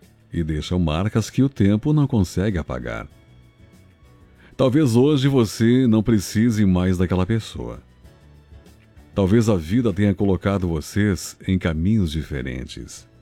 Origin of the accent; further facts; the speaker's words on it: Iraí, Rio Grande do Sul, Brazil; moved away; also born or lived in Planalto, Rio Grande do Sul; quero mandar uma boa noite para Iraí, que é a minha cidade natal, onde eu nasci, passei aí minha adolescência. Então, um abraço para os meus conterrâneos de Iraí. Também Planalto, Rio Grande do Sul, onde eu comecei na profissão há 40 anos.